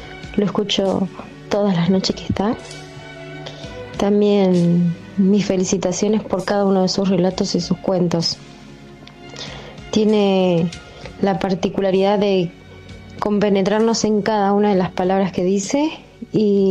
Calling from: Tandil, Buenos Aires Province, Argentina; desde Tandil.

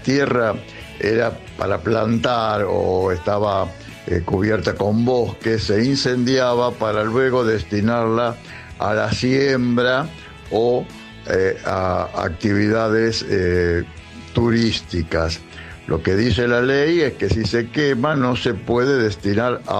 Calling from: Buenos Aires, Argentina; de Parque Chacabuco

